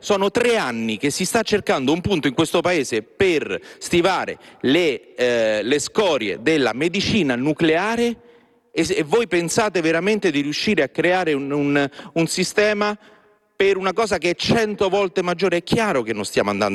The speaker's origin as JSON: {"language": "Italian", "town": "Rome", "region": "Lazio", "country": "Italy", "said": "Io sono romano"}